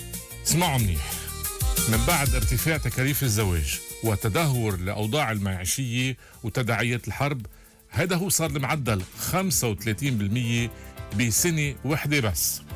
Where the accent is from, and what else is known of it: Lebanon